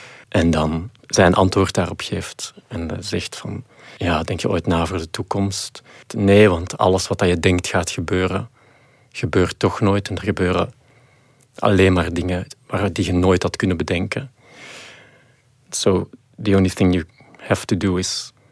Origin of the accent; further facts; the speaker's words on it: Mechelen, Antwerp, Belgium; Ik ben van Mechelen en al de scouts in Mechelen spreken elkaar ook echt aan met die totems.